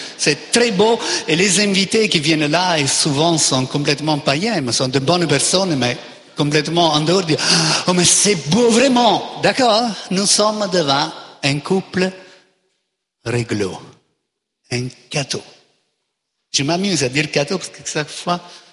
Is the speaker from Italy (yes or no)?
yes; Italy; moved away; l'Italie, mon pays d'origine